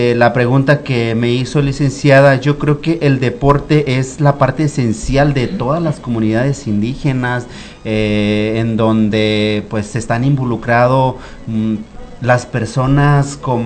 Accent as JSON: {"language": "Spanish", "country": "Mexico", "said": "soy orgulloso de ser quien soy, de ser wixárika, soy orgulloso de usar mi traje típico, de hablar mi lengua materna, de usar los guaraches, ¿no?"}